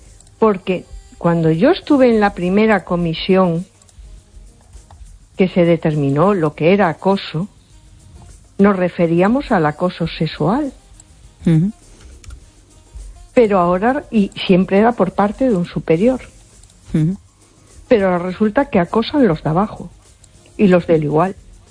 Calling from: A Coruña, Galicia, Spain; de Coruña.

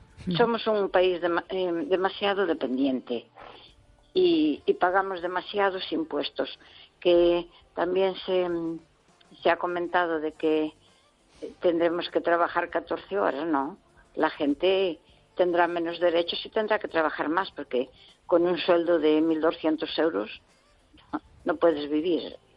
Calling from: Pontevedra, Galicia, Spain; de Pontevedra.

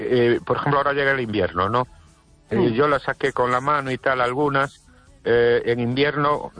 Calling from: Ourense, Galicia, Spain; de Ourense.

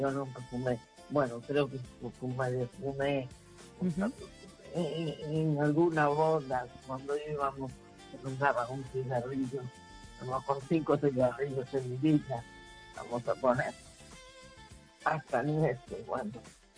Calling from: A Coruña, Galicia, Spain; de La Coruña.

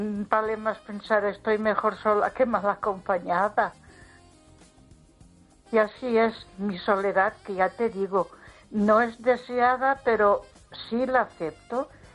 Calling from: Ponferrada, Castile and León, Spain; de Ponferrada, ¿cómo estás?

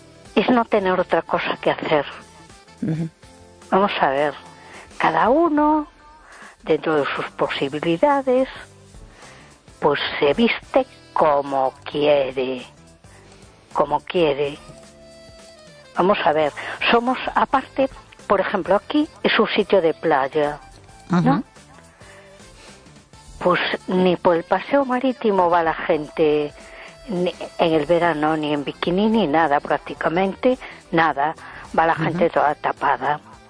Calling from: A Coruña, Galicia, Spain; de Coruña.

